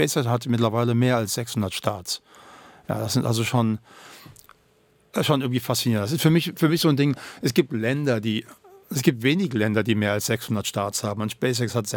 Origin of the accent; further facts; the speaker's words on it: Germany; accent: German; weil ich habe ja einen deutschen Akzent